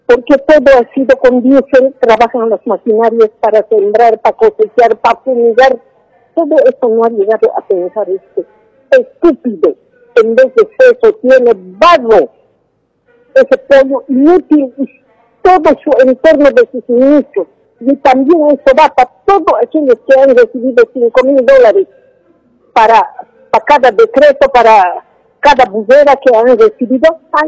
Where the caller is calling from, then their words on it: Montero, Santa Cruz, Bolivia; le hablo de aquí, de Montero, la señora.